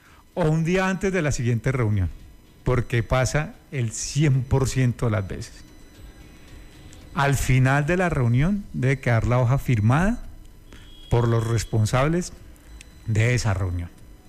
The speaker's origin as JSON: {"language": "Spanish", "region": "Boyacá", "country": "Colombia", "said": "yo soy de Boyacá, vengo de familia de campesina, que les encantan los caballos, montar a caballo."}